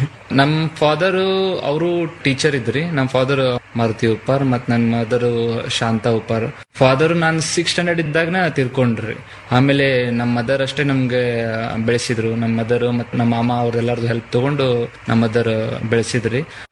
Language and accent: Kannada; Shiggaon, Karnataka, India; Shiggaon, Haveri district Shiggaon ನಂದು.